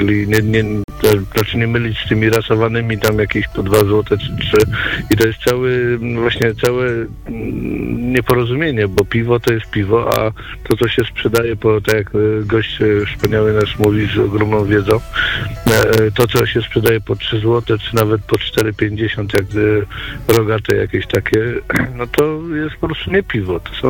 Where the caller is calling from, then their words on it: Gniezno, Greater Poland Voivodeship, Poland; Dobry wieczór, pozdrawiam z Gniezna.